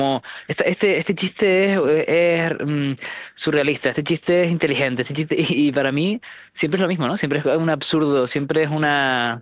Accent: Tenerife, Canary Islands, Spain; De repente, pues yo mismo que soy de Tenerife, pues puedo irme allí a estar con ustedes

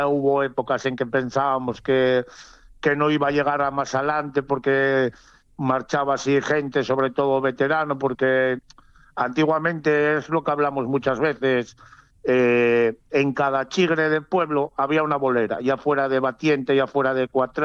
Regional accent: Gozón, Asturias, Spain; now in Carreño, Spain; yo en que ahora juego con la peña de Carreño y vivo aquí en Carreño, yo soy natural de Gozón

